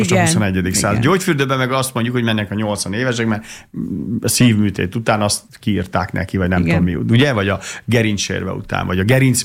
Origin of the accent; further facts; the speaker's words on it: Budapest, Hungary; mint a pesti gyerek vagyok